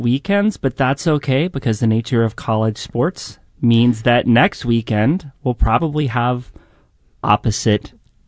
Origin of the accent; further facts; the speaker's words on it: Memphis, Tennessee, United States; now in St. Louis, United States; I'm from Memphis. Originally, we called it a toboggan.